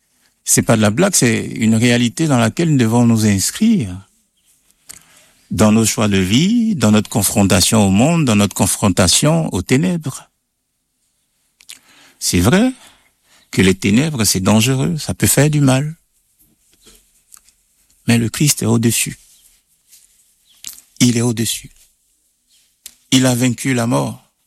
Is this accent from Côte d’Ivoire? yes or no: yes; Côte d’Ivoire; also born or lived in Switzerland; Alors, moi, je suis originaire de la Côte d'Ivoire. Je sais que j'ai exercé comme prêtre en Afrique. Je fais plusieurs pays en Afrique. Et puis, j'ai exercé comme prêtre ici. J'ai fait mes études en Suisse.